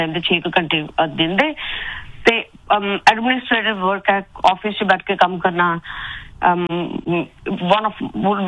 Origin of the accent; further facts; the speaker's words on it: Punjab, India; ਮੈਂ ਪੰਜਾਬ ਤੋਂ ਜੀ।